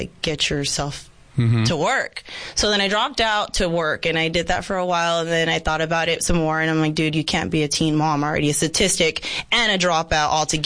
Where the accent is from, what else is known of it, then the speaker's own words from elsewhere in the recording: Yuma, Arizona, United States; Yes, born and raised here in Yuma, Arizona.